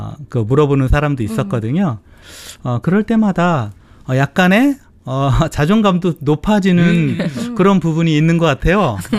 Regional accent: Dangjin, South Chungcheong, South Korea; now in Jeju, South Korea; 저희도 이제 고향이 제주가 아니고 충청남도 당진이기 때문에

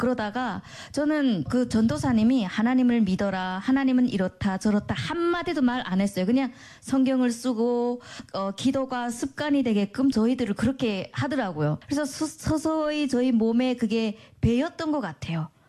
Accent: North Korea; moved away; 이게 너무 위험하구나, 우리 북한에서 왔고 하니까 그래서 위험하구나 해가지고 그 순간부터는 교회를 못 나갔어요.

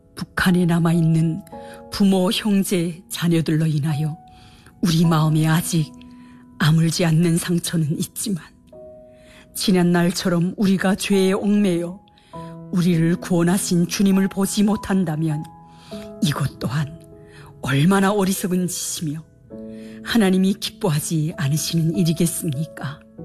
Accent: Kaesong, North Hwanghae, North Korea; also born or lived in Hoeryong; 저희 고향 개성에 있는 자남산 언덕에 세울까요? 그런데 하나님께서는 그곳이 아니라 제가 살던 회룡의 오산덕에 교회를 세우라는 감동을 주셨습니다.

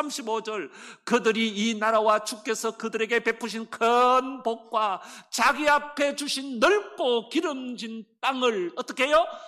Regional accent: Seongju, North Gyeongsang, South Korea; moved away; 제 고향이 성주라서 잘 알죠?

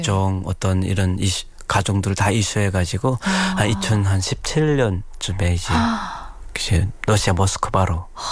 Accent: Nampo, North Korea; moved away as an adult; 북한에서 태어나서 이제 초중고를 졸업하고 이제 군대에 가서 한 10년 정도 있다가

